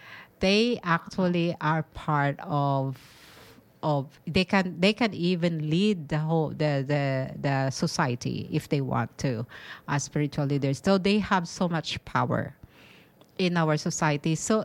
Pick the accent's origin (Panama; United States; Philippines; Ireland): Philippines; So to me as a Filipino and as a woman